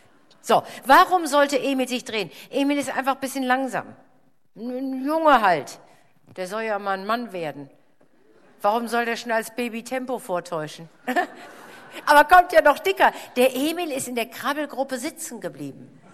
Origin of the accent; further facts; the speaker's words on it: Cologne, North Rhine-Westphalia, Germany; Das hätte ich jetzt als Kölnerin überhaupt nicht zu hoffen gewagt.